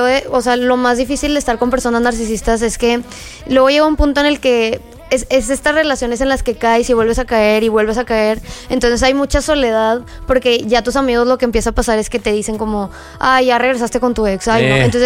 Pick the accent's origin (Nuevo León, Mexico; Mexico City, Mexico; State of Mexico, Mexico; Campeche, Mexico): Nuevo León, Mexico; Monterrey; Soy de Monterrey.